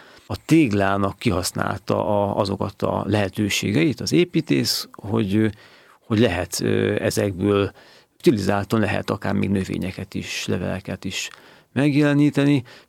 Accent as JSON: {"language": "Hungarian", "town": "Hódmezővásárhely", "region": "Csongrád-Csanád", "country": "Hungary", "tie": "born or raised there", "moved": "yes", "said": "tulajdonképpen én Hódmezővásárhelyen születtem, és ott is éltem, életem első szakaszában"}